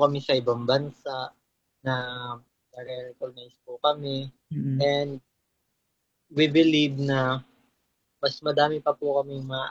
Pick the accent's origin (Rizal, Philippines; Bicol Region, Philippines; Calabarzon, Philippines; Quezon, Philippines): Rizal, Philippines; Cardona; Taga-Cardona po ako.